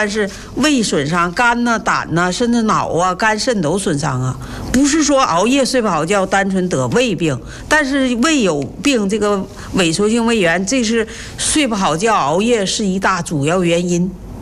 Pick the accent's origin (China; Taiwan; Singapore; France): China